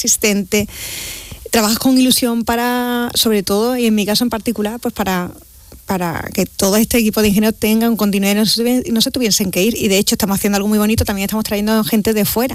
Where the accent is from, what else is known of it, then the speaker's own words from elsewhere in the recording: Andalusia, Spain; Es decir, no, esto es solo nuestro. Nosotros somos andaluces.